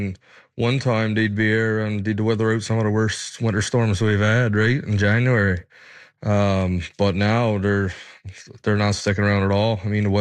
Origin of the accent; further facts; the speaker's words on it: St. Paul's, Newfoundland and Labrador, Canada; I'm from St. Paul's on the Northern Peninsula.